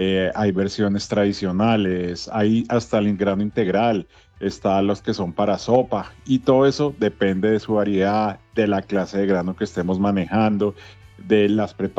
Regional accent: Colombia; es muy diferente lo que nosotros buscamos como país colombiano a los países orientales

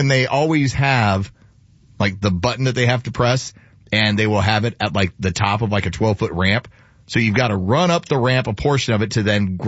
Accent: San Antonio, Texas, United States; when I was growing up in San Antonio

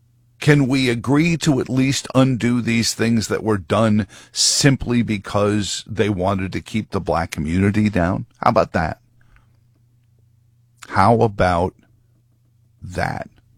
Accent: Virginia, United States; our past is we were also the home of Buck versus Bell, very infamous Supreme Court decision in which my home state's ability to sterilize black women because they were on public assistance.

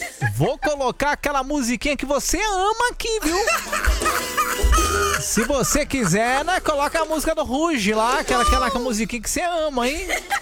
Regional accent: Sorocaba, São Paulo, Brazil; Eu sou de Sorocaba, né?

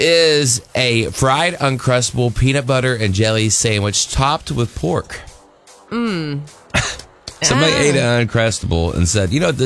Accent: Evansville, Indiana, United States; moved away; my hometown, Evansville, Indiana

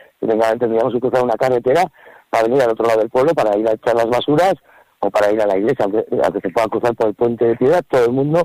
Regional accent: Biscay, Basque Country, Spain; now in Ollita, Spain; Yo soy de Vizcaya

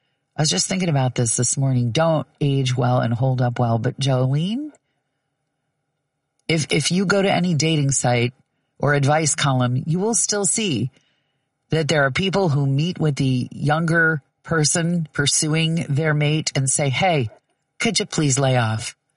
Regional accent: Kansas, United States; Growing up in Kansas, as I did

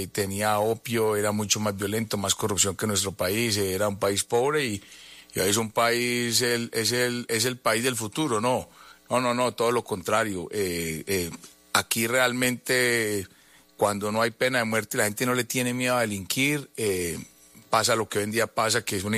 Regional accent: Colombia; nuestro país es 35 veces más violento que Estados Unidos

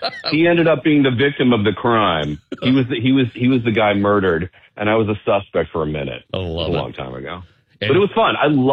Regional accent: Cleveland, Ohio, United States; moved away as an adult; now in New York City, United States; I'm gunning for my hometown, Flash. Okay. Like, it doesn't, you know, you can take the boy out of Cleveland, as they say.

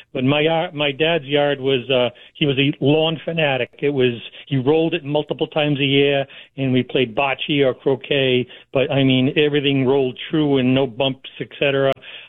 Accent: Woonsocket, Rhode Island, United States; also born or lived in Cumberland, Rhode Island; now in Wakefield, United States; I grew up in Cumberland and Woonsocket with all the Canucks from Montreal.

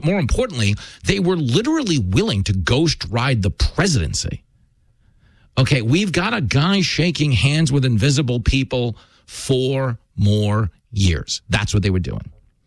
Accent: Levittown, New York, United States; growing up on Long Island in Levittown, New York in the 1980s. Okay, I was raised in Levittown, biggest post-World War II settlement for American GIs returning home from war.

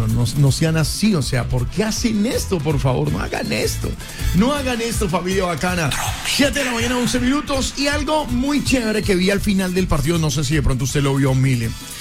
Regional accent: Colombia; esto somos nosotros, los colombianos.

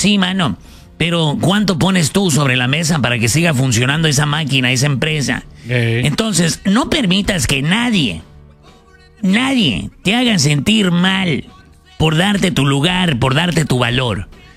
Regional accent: Ciudad Obregón, Sonora, Mexico; soy de Ciudad Obregón.

